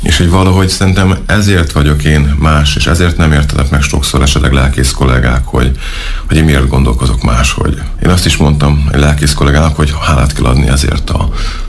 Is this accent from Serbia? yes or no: no; Tiszántúl, Hungary; Elindultam, nem is Debrecenbe elsősorban, én tiszántúli vagyok, hanem elindultam Sárospatakra.